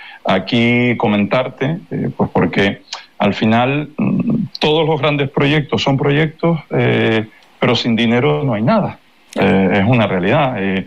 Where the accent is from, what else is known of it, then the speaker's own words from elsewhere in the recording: Canary Islands, Spain; nuestra particularidad como canarios